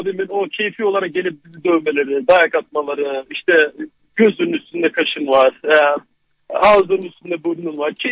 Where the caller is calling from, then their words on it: Şanlıurfa, Turkey; Urfalıyım, Şanlıurfa.